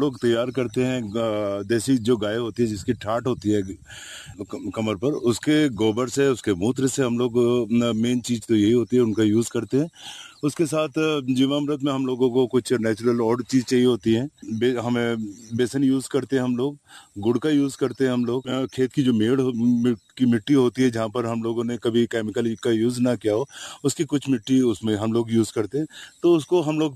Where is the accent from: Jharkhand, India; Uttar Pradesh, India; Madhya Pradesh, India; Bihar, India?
Uttar Pradesh, India; आलमसराय का रहने वाला हूँ।